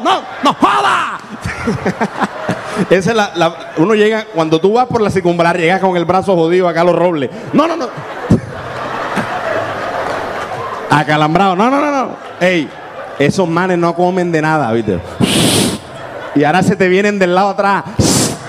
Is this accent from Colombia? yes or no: yes; Caribbean Region, Colombia; Pero entonces, nosotros los colombianos nos dividimos en regiones. Nosotros somos los costeños.